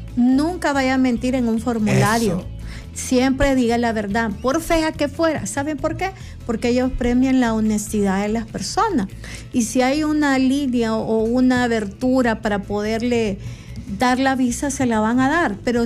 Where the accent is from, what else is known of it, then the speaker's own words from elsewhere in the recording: El Salvador; Los salvadoreños tenemos derecho a múltiples residencias, no ciudadanía.